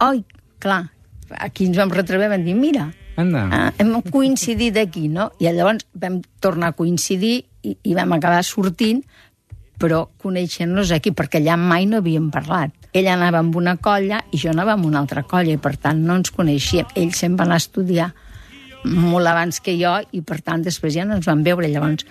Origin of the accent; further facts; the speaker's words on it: Catalonia, Spain; accent: western Catalan; Però jo mai no he volgut amagar el meu accent occidental.